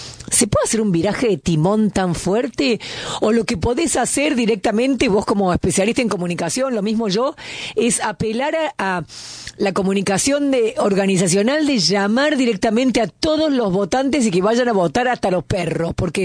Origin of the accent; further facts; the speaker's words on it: Argentina; Vos sabés, Elio, como argentina, que nosotros acá siempre decimos que votamos con el bolsillo.